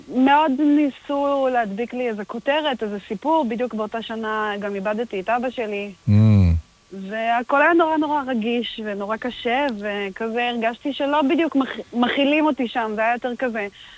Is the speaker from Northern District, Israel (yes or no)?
no; Karmei Yosef, Central District, Israel; now in Rehovot, Israel; במקור אני מיישוב קהילתי ופסטורלי בשם קרני יוסף, אם אתה מכיר, במרכז.